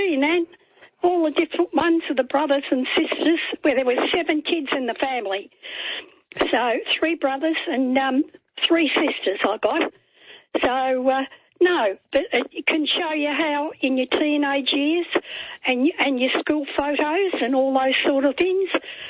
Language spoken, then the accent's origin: English; Dandenong, Victoria, Australia; from Dandenong, and I'm 90.